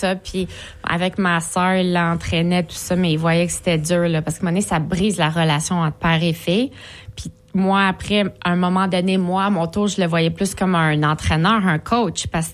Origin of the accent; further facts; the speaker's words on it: Blainville, Quebec, Canada; also born or lived in Montreal; moi, je suis née en 87, puis j'ai grandi à Blainville.